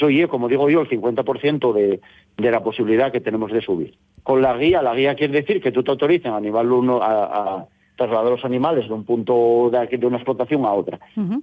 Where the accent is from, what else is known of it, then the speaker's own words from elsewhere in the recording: Mieres, Asturias, Spain; somos los ganaderos de Mieres que os venimos a decir que como ganaderos de Mieres y como bueno, propietarios de alguna manera, porque somos mierenses